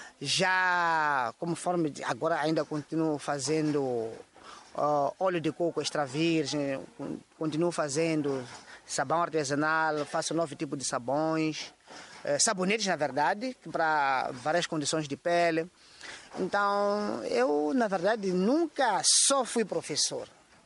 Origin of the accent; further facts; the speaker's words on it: Inhambane, Mozambique; born there; also born or lived in Homoíne / Maxixe; Eu nasci aqui em Umuine, no tempo da guerra, na verdade. No ano de 84, passamos a viver em Bembe. E aí ficamos crescendo.